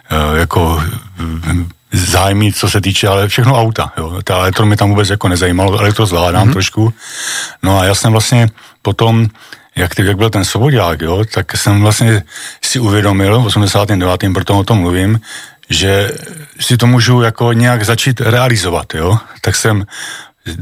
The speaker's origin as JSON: {"language": "Czech", "town": "Olomouc", "region": "Olomouc Region", "country": "Czechia", "tie": "born or raised there", "also_born_or_lived": "Dluhonice, Přerov / Brno / Kopřivnice", "moved": "as an adult", "said": "A my jsme bydleli 18 let potom v paneláku v Olomouci. Chodil jsem na čajkárnu, na základní školu Čajkovského v Olomouci na Nové ulici. A potom jsem chodil na Gimpl, na Hejčín."}